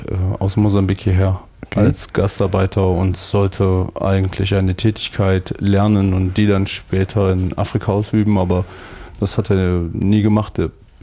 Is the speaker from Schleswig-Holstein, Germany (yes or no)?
no; Erfurt, Thuringia, Germany; born there; Ja, ich bin geboren hier in Erfurt. Geboren. Nur meine Eltern, also meine Mom kommt auch aus Deutschland und mein Vater kommt ursprünglich aus Mosambik.